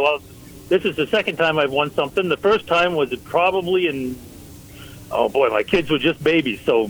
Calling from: Bangor, Maine, United States; I'm calling from Bangor.

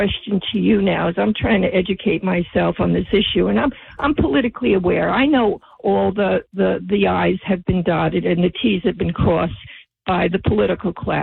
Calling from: Princeton, New Jersey, United States

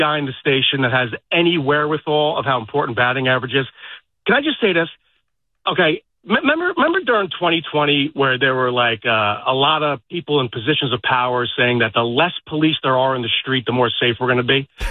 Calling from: White Plains, New York, United States; from White Plains.

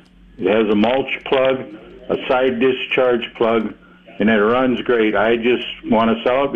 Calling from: Yankton, South Dakota, United States; Yankton here.

